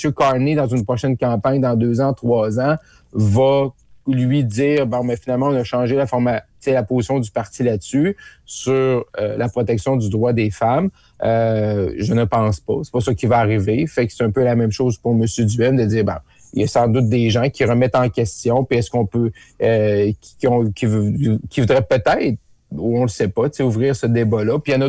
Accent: Roberval, Quebec, Canada; moved away; Oui, moi, je suis originaire de Roberval.

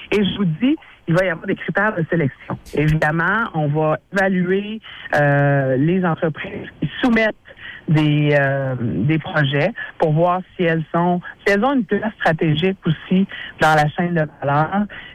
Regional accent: Quebec, Canada; chez nous au Québec

